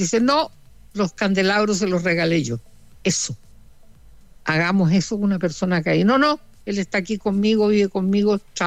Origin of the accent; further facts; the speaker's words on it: Puerto Montt, Los Lagos, Chile; born there; moved away; Yo tenía un departamento en Angelmó, me fui a mi tierra a tomar aire puro